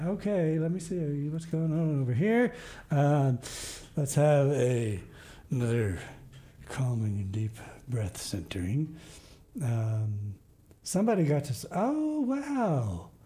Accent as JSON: {"language": "English", "country": "United States", "tie": "born or raised there", "moved": "yes", "lives_now": "Madrid, New Mexico, United States", "said": "I grew up near the Blue Ridges."}